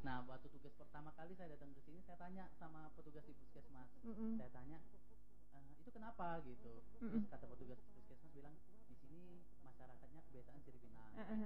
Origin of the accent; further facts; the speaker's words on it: Banyuwangi, East Java, Indonesia; Kan kita saya itu dari Banyuwangi di Jawa itu tidak mendapatkan orang yang sirip pinang kebetulan.